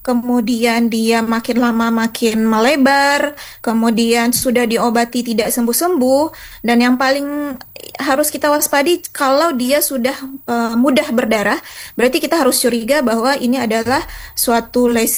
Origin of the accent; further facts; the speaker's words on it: Indonesia; kita orang Asia, terutama Indonesia